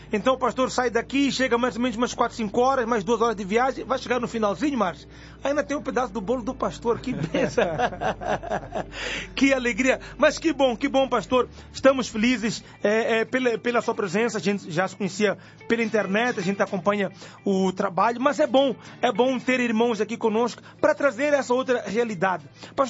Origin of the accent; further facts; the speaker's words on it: Bahia, Brazil; que prazer ouvir um conterrâneo. Eu sou baiana.